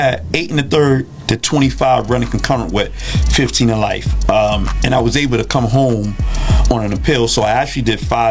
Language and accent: English; New York City, New York, United States; Growing up in the Bronx